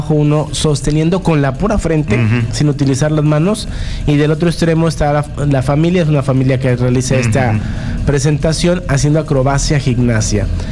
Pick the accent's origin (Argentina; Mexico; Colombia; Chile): Mexico; Coatzacoalcos, Veracruz; venimos de Coatzacoalcos, Veracruz